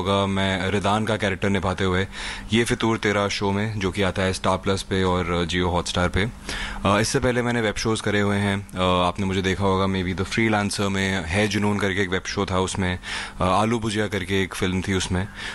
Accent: Delhi, India; moved away as an adult; also born or lived in New York; now in Mumbai, India; मैं दिल्ली से हूँ। मैंने अराउंड जब मैं 17 साल का था तब तक मैं दिल्ली में था। उसके बाद मैं पढ़ाई के लिए चला गया था न्यूयॉर्क पढ़ने के लिए एंड कॉलेज के लिए। वहाँ पे मैं था अबाउट 4-5 ईयर्स। फिर मैं वापस आया और मैं बॉम्बे शिफ्ट हो गया।

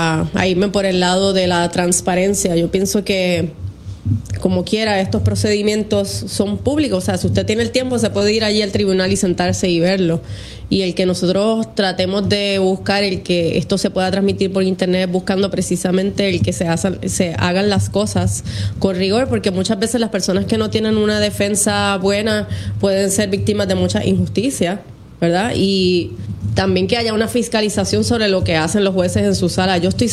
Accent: Caguas, Puerto Rico; yo soy de Caguas, tengo personas que me dicen que conocían a esa familia, imagínate.

